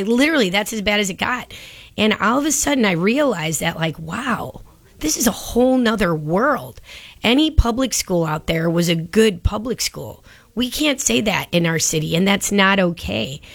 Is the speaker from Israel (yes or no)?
no; Chicago, Illinois, United States; born there; I was born in Little Village, and that's on the southwest side of the city.